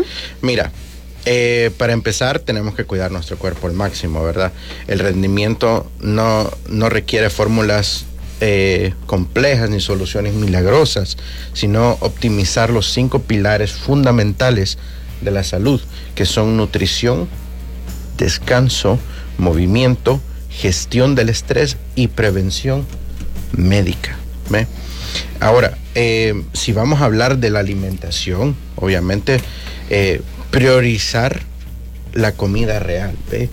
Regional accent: El Salvador; moved away; vengo de El Salvador.

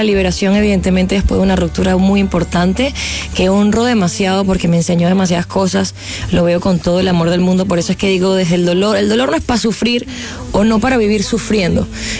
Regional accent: Venezuela; now in Mexico; Yo siento que soy una venezolana mexicana, güey.

